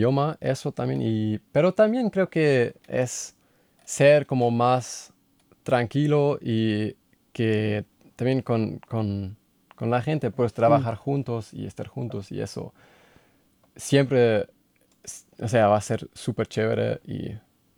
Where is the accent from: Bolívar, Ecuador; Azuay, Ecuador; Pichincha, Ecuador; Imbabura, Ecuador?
Bolívar, Ecuador; Guaranda, de la ciudad más cerca de mi pueblo, también con ella también recién hice una llamada.